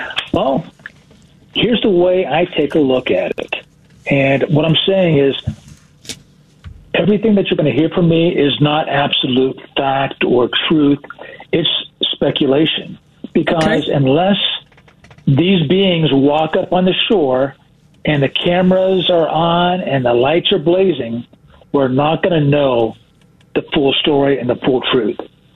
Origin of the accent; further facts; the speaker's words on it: Ohio, United States; moved away as an adult; now in Philippines; I grew up in Ohio. I was a Buckeye.